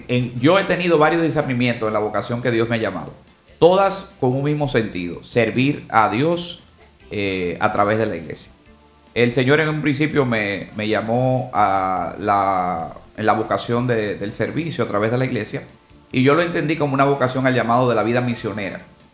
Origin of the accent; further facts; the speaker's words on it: Puerto Plata, Dominican Republic; born there; also born or lived in Moca, Dominican Republic; yo vengo del seno de una familia muy católica, muy cristiana, practicante. Yo llegué a Puerto Plata bien pequeñito. Vinimos desde Moca. Bueno, habíamos vivido un tiempo también fuera del país, pero mi familia oriunda es de Moca.